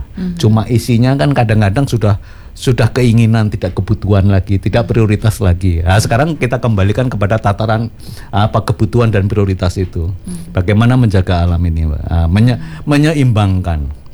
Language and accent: Indonesian; Surakarta, Central Java, Indonesia; now in Bali, Indonesia; Saya orang Solo